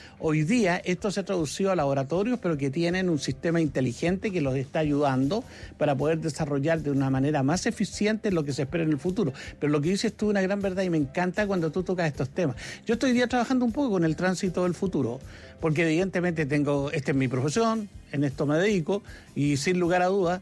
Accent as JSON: {"language": "Spanish", "country": "Argentina"}